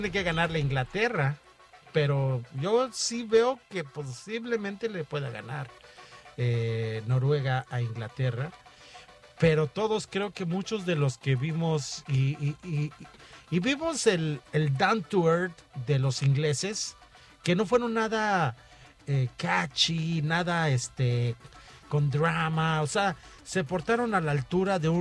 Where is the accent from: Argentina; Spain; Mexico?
Mexico; nuestra identidad como mexicanos